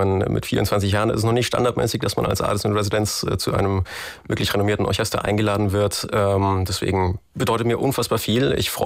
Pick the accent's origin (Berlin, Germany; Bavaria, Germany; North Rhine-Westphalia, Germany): Bavaria, Germany; Als Bayer ist man dann natürlich ein bisschen automatischer naturgebunden mit den Alpen vor der Haustür.